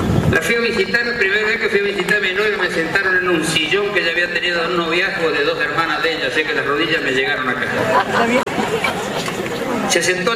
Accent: San Francisco, Córdoba, Argentina; Hay un cuento que me gusta porque es de un viejo de mi pueblo que le gustan las mujeres, la de él y las otras. Nosotros le decimos un pitero, no sé cómo le dicen acá. Un día fue al supermercado Anselmi, un supermercado que hay en San Francisco

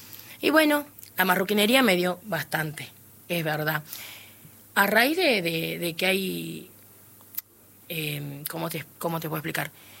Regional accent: Embarcación, Salta, Argentina; now in Buenos Aires, Argentina; En realidad, yo no soy de acá de Capital. Ajá. Vengo del norte, de embarcación.

